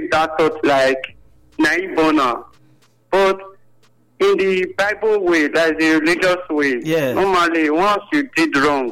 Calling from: Benin City, Edo, Nigeria; I'm calling from Benin, Ramat Park.

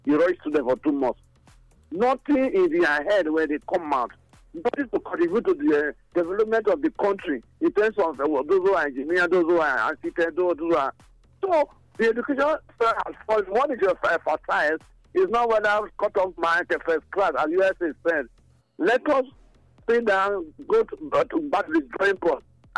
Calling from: Benin City, Edo, Nigeria; I'm calling from Benin.

